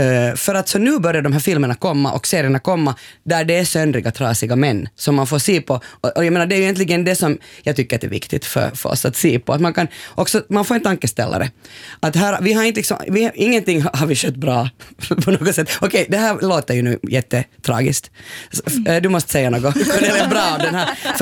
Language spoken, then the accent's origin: Swedish; Porvoo, Uusimaa, Finland; Jag känner, alltså jag är uppvuxen i Borgå på 80-talet